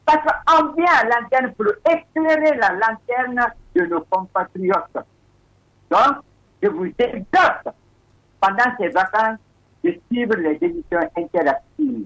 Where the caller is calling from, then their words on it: Lola, Nzérékoré Region, Guinea; surtout chez moi à Lola là-bas